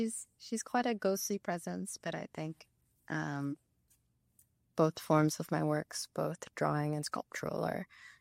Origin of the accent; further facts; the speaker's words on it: Canada; first language Cantonese; English is a second language; Yeah, because I was born and raised in Canada, but my parents are from Hong Kong, so they both speak Cantonese. I'm the first child as well, so I guess at a very technical level, like Cantonese is my first language